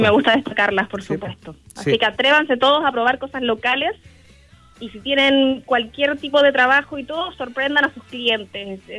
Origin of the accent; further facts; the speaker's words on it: Pirque, Santiago Metropolitan Region, Chile; yo soy originalmente de Pirque, mi familia es de allá y todo, y me sentí en Pirque.